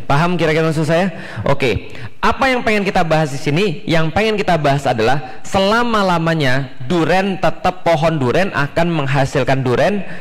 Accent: Bogor, West Java, Indonesia; born there; Makanya kalau saya lahir di Bogor, karena itulah saya jadi orang yang jahat.

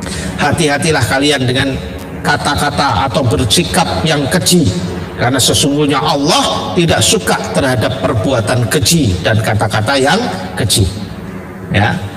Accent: East Java, Indonesia; Saya kan orang Jawa Timur, saya ngomong harus kasar.

